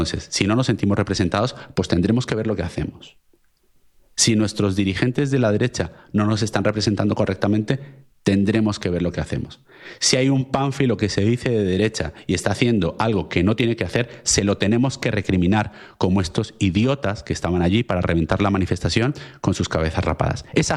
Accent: Spain

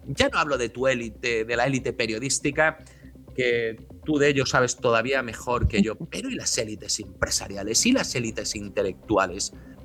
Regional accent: Spain; somos muchísimos, muchísimos españoles

